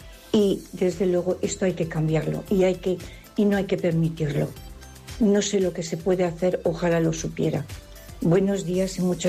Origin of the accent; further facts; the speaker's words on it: Zaragoza, Aragon, Spain; Buenos días … de Zaragoza.